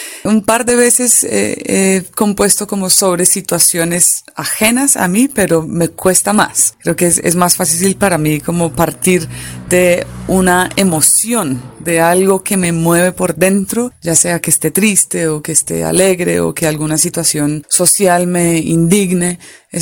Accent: Tolima, Colombia; born there; cuando era niña y vivía en el Tolima, en una finca con mi familia

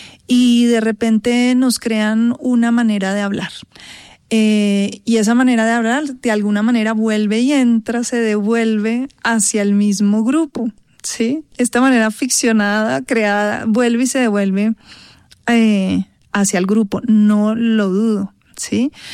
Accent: Colombia; entonces te encuentras con alguien afuera y dices, no, pero ¿tú colombiana? Sí, pero hablas diferente, ¿no?

